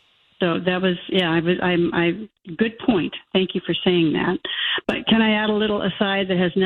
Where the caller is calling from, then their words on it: Placentia, California, United States; In Placentia, when they redrew those maps, Placentia's got something like 55,000 people. They carved us up into four separate congressional districts. So I'm in one.